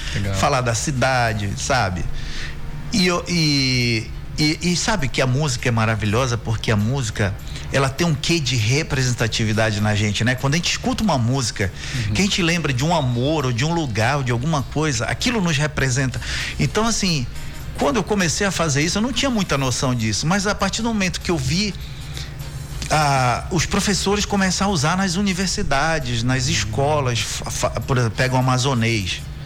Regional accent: Terra Santa, Pará, Brazil; now in Manaus, Brazil; Eu sou do interior também, eu sou de Terra Santa e nossa região é a mesma, é limítrofe.

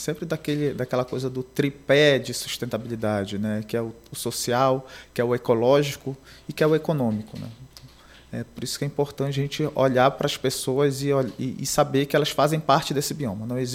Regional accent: Amazon, Brazil; Para nós que somos da Amazônia

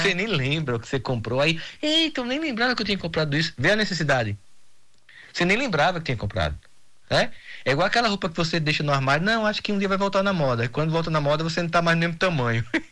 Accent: Campina Grande, Paraíba, Brazil

